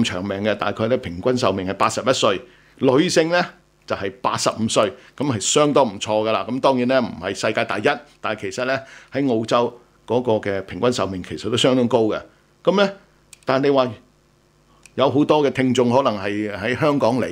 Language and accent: Cantonese; China; 我哋中國人或者甚至有啲嘅民族，好似意大利啊、希臘啊嚇